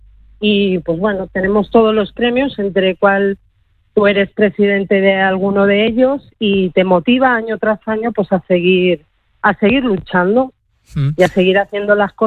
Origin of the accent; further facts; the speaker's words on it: Gijón, Asturias, Spain; now in Toledo, Spain; yo ya cuando soy la pequeña de los tres, y yo nací en La Calzada, viví dos años en la Calzada, no tengo muchos recuerdos